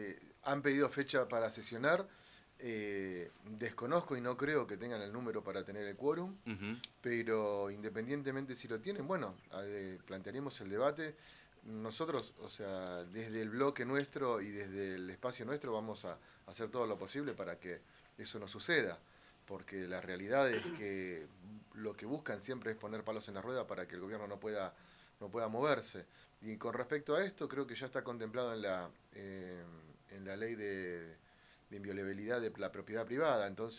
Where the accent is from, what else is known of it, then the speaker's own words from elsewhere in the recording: Argentina; si los argentinos queremos tener soberanía